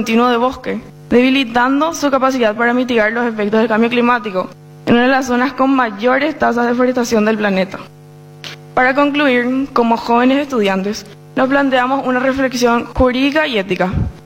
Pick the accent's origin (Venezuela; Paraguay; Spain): Paraguay